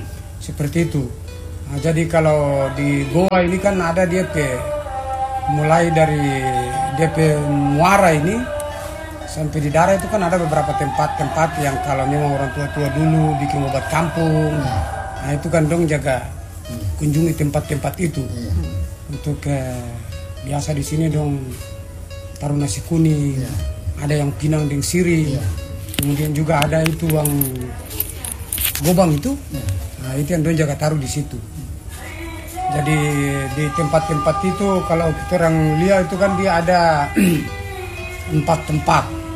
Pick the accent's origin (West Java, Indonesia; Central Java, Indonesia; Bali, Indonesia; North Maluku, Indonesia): North Maluku, Indonesia; Weda; kita orang Weda ini kan, dia beda dengan petani, dengan maba